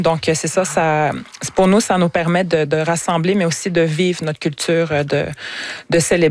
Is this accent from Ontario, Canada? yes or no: no; Wemotaci, Quebec, Canada; chez nous, Wemontachi